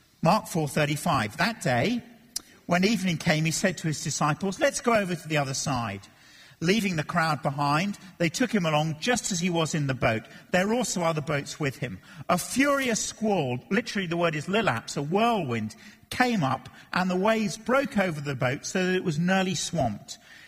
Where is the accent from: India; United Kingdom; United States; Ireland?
United Kingdom; England; I'm English